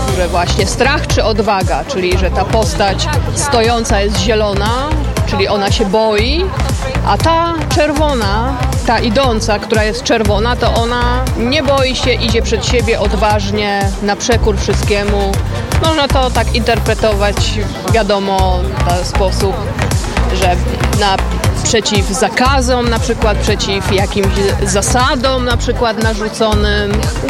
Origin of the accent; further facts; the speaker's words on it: Zalasewo, Greater Poland Voivodeship, Poland; pochodzę z Podpoznania, dokładnie to z Zalasewa, to jest tuż pod Swarzędzem.